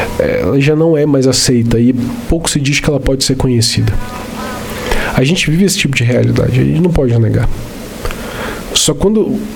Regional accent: Belém, Pará, Brazil; born there; moved away; eu cresci em Belém do Pará, mesmo não sendo paraense de nascimento, né? Boa parte da minha vida foi, não foi minha vida toda lá, mas uma boa parte da minha vida foi lá.

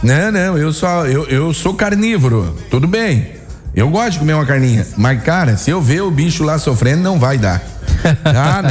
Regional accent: Sombrio, Santa Catarina, Brazil; moved away; also born or lived in Praia Grande, Santa Catarina / Jacinto Machado, Santa Catarina; Sou daqui, eu sou da terrinha

